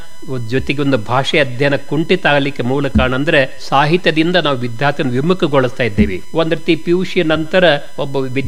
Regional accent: Belagavi district, Karnataka, India

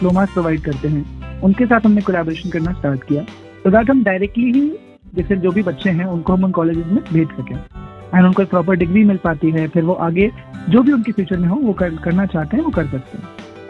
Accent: Lucknow, Uttar Pradesh, India; हम लोग मतलब ओरिजिनली लखनऊ से, लखनऊ के पास भी हमारा गांव है सिधौली करके।

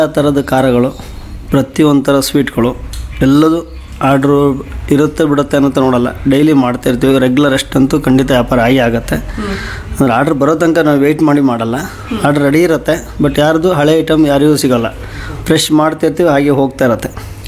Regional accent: Koduru, Karnataka, India; now in Shivamogga, India; ನಾವೆಲ್ಲ ಹೊಸನಗರ ತಾಲೂಕಲ್ಲಿ, ಕೋಡೂರು ಅಂತ ಅಂದ್ಬಿಟ್ಟು ಅಲ್ಲಿ ಅಲ್ಲಿ ಹುಟ್ಟಿ ಅಲ್ಲೇ ಬೆಳೆದಿದ್ದು.

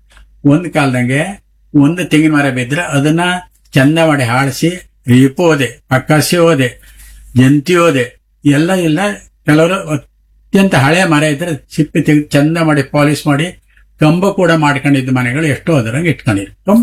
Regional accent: Karnataka, India

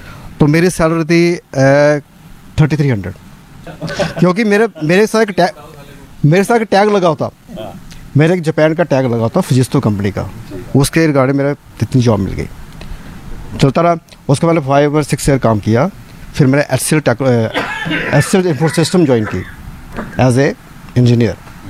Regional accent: Jammu and Kashmir, India; moved away as an adult; मैं जम्मू कश्मीर से बिलोंग करता हूँ

